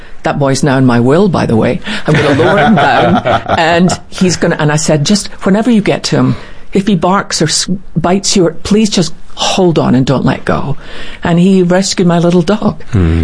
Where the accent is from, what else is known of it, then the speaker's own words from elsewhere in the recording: Scotland, United Kingdom; when I was growing up in Scotland in our little church